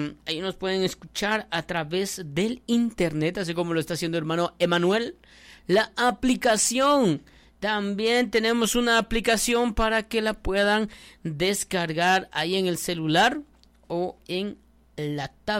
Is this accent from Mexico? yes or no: no; Guatemala; Así hablamos los chapinas. Sí, algunas veces nos identifican rápidamente como los chapines.